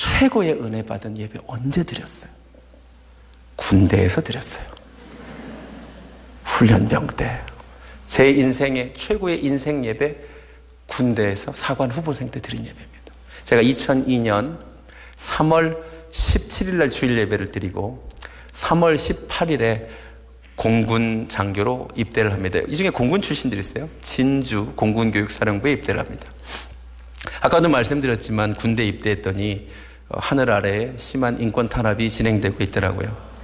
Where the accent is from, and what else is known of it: South Korea; moved away as an adult; now in United States